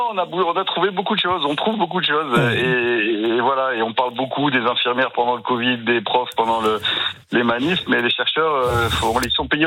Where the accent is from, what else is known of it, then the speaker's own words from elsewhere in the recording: Luxembourg; also born or lived in Canada; now in France; moi, je suis né et j'ai grandi au Luxembourg, et puis je suis parti 4 ans au Canada, et puis je suis revenu en France.